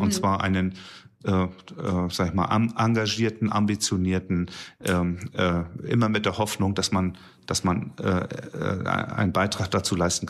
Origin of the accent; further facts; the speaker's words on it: Ratzeburg, Schleswig-Holstein, Germany; dann wird man das bei uns in Ratzeburg im Burgtheater sehen können.